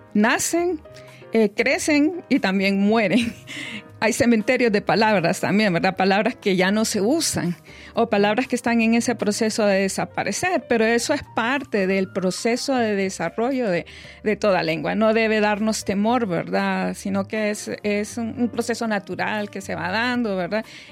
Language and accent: Spanish; Honduras; palabras de nuestro idioma, del español hondureño